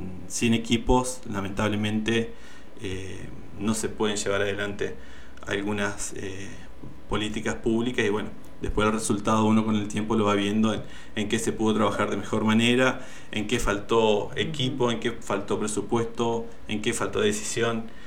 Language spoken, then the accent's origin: Spanish; Diamante, Entre Ríos, Argentina; somos vecinos de Diamante